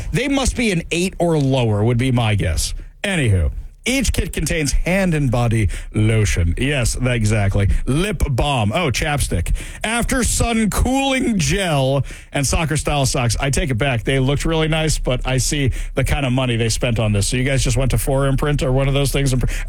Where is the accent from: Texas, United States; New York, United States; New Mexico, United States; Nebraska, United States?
New York, United States; I assume they're all right next to each other because I'm from New York, right?